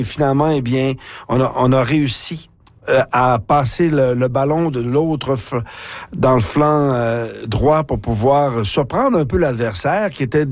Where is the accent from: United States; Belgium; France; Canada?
Canada; On a une forte communauté marocaine chez nous au Canada.